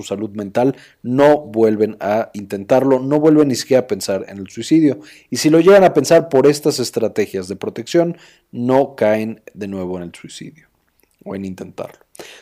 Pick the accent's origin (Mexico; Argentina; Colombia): Mexico; nuestro país, México